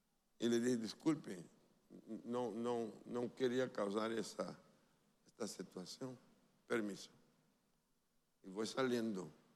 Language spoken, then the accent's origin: Spanish; Brazil; Spanish is a second language; moved away; ¿usted dónde es? Digo, Brasil